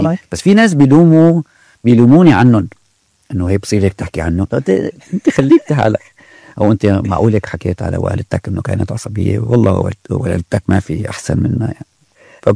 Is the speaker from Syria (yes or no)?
yes; Syria; نحن شعب سوري واحد